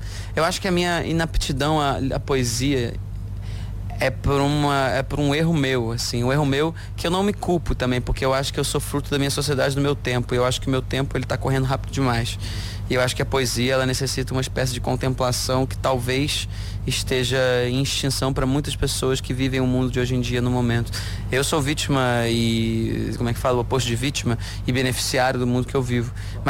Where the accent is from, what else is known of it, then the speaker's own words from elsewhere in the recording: Brazil; Eu acho que fico muito orgulhoso de falar português. Acho mais bonito do que todas as outras. E graças a Deus que eu sou brasileiro e componho português